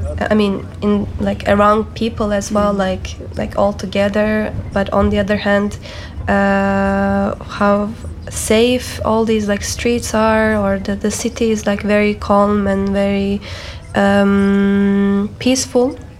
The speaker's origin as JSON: {"language": "English", "region": "Istanbul", "country": "Turkey", "tie": "born or raised there", "moved": "yes", "said": "for me it's such a symbol of my hometown, like neighborhood, because like in Istanbul there are so many public transportation"}